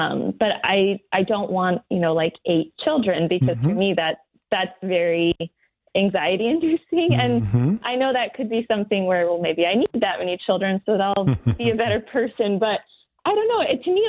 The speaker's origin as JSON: {"language": "English", "town": "Anchorage", "region": "Alaska", "country": "United States", "said": "Yeah, from Anchorage. Mm-hmm. Yeah, so I'm used to it."}